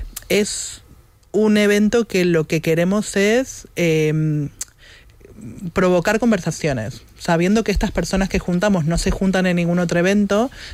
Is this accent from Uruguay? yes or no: yes; Uruguay; moved away; tantos años trabajando en Sonar más D y siendo uruguaya